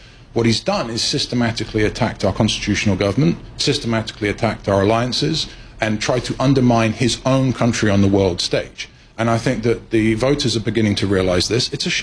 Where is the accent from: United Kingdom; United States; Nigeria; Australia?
United Kingdom; which makes me as a British a Britisher rather jealous